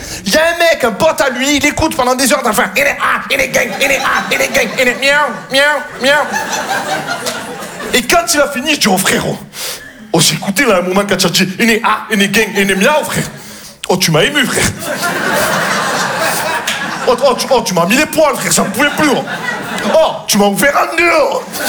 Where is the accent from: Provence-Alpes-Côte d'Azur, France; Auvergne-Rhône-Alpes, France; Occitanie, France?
Provence-Alpes-Côte d'Azur, France; Marseille